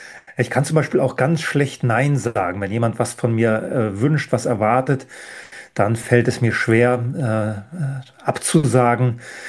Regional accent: East Germany, Germany; Ich muss wieder zurück zu meinen Wurzeln, zu dem, wo ich herkomme. Ich muss das nach außen tragen. Wenn schon ein Ostdeutscher so eine Position hat, wenn ein Ostdeutscher an so einer westdeutschen Elite-Universität sprechen darf, dann muss ich da Sachen anbieten zur DDR

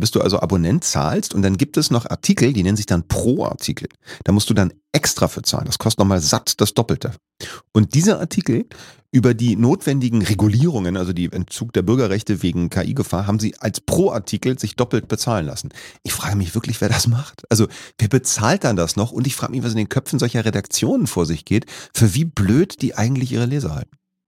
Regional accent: Berlin, Germany; ich komme aus dem Nachbarbezirk Zehlendorf, jetzt ist das ja eingemeindet worden, ist jetzt Steglitz-Zehlendorf gehören zusammen

